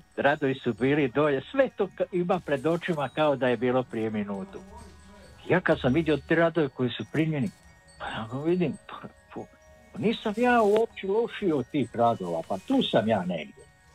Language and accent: Croatian; Osijek, Osijek-Baranja County, Croatia; I budući Slavonac, on je imao sentimente, a ja dolazim iz Osijeka.